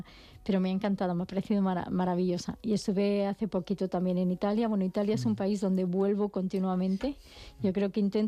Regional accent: Castilla-La Mancha, Spain; un artista también manchego de mi tierra

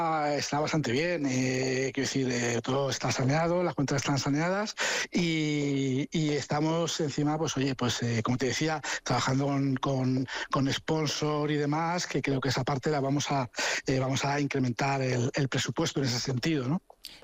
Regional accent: Alcorcón, Community of Madrid, Spain; yo soy de Alcorcón de toda la vida, ¿vale?

